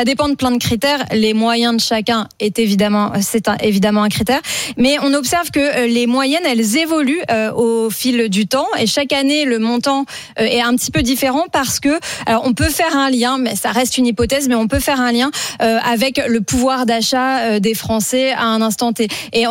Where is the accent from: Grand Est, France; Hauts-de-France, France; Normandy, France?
Normandy, France; Ça tombe bien, je suis normande.